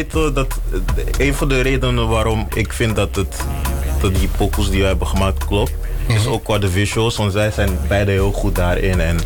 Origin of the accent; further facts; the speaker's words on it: Ibadan, Oyo, Nigeria; moved away; Ik maak afro-muziek en ik kom originally van Nigeria, Ibadan, geboren, getogen.